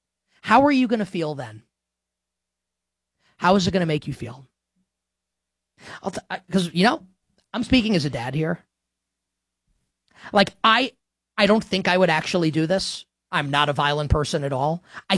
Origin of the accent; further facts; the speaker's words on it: New York City, New York, United States; growing up in the Northeast, growing up in New York City.